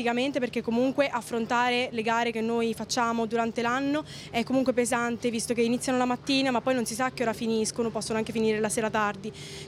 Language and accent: Italian; Spello, Umbria, Italy; born there; ha aperto una scuola bocce nel mio paese